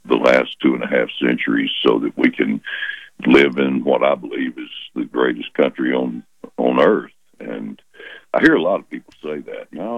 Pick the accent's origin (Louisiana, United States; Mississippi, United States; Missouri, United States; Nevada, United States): Louisiana, United States; I live about 50 miles from Shreveport